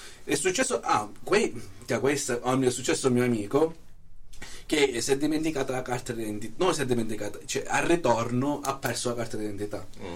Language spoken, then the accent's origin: Italian; France; Italian is a second language; sono francese